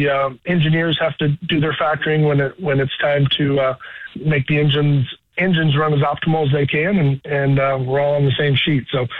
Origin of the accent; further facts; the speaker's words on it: Columbus, Ohio, United States; my hometown of Columbus, Ohio